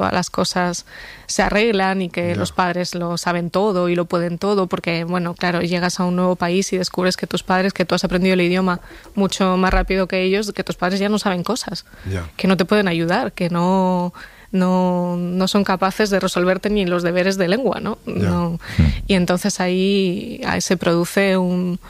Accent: Region of Murcia, Spain; born or raised there

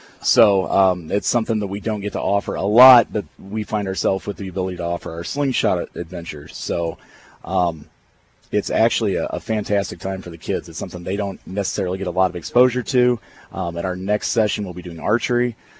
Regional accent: Rochester, United States; I'm from the Rochester area.

